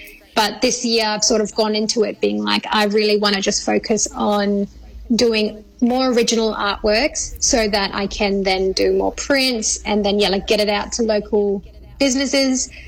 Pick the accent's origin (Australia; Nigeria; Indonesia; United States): Australia; Western Australia; We all know, like, growing up in the Kimberleys, sometimes it's hard to really be the one who going after your shining